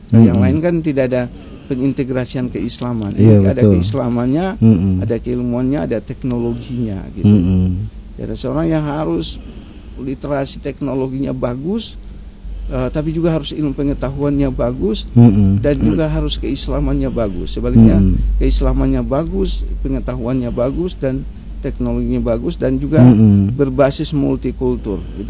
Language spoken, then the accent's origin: Indonesian; Maluku, Indonesia; tapi kita menyadari bahwa kita ini adalah orang Maluku dan orang Indonesia.